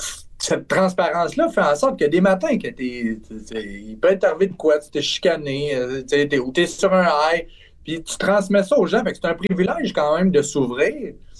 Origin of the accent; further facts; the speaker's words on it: Trois-Rivières, Quebec, Canada; Le plus absurde là-dedans, c'est que je viens de Trois-Rivières. Je suis directement dans le milieu.